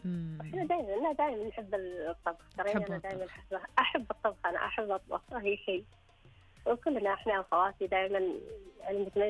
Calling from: Riyadh, Riyadh Province, Saudi Arabia

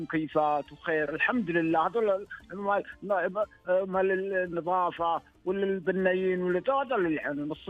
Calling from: Dammam, Eastern Province, Saudi Arabia; من مدينة الدمام، عروس المنطقة الشرقية.

